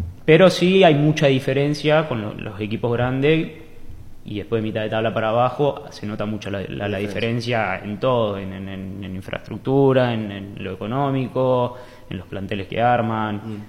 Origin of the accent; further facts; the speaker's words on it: Rosario, Santa Fe, Argentina; yo, que soy de Rosario